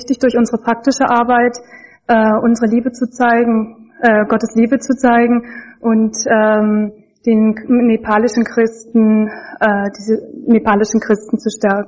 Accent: Kiel, Schleswig-Holstein, Germany; ich bin in Kiel aufgewachsen.

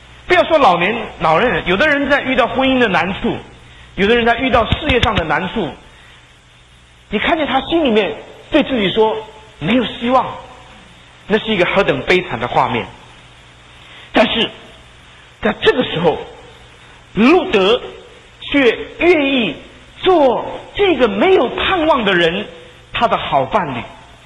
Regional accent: China; 不单是我们中国人，还有很多的弟兄姐妹

